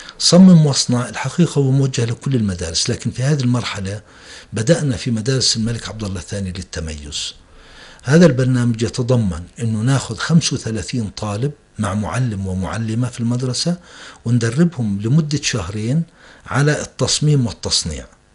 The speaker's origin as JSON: {"language": "Arabic", "country": "Jordan"}